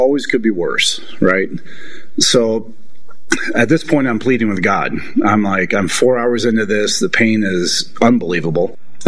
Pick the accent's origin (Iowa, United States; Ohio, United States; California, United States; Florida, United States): Iowa, United States; I grew up in Northeast Iowa, where wrestling is a religion.